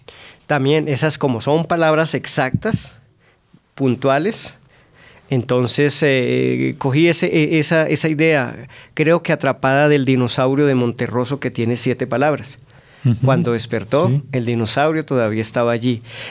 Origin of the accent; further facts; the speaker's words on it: Siachoque, Boyacá, Colombia; Sí, soy de Siachoque. Mi mamá es de Siachoque, mi abuelo y los antepasados de mi abuelo, quién sabe hasta qué